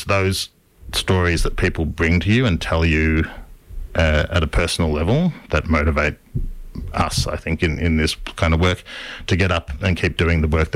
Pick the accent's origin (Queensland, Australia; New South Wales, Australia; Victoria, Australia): Victoria, Australia; Melbourne; now in Daylesford, Australia; I grew up in Melbourne, but in the eastern suburbs, and a lot of my extended family are from the country. So would be out in the country on holidays and for family events, but I guess a city boy originally.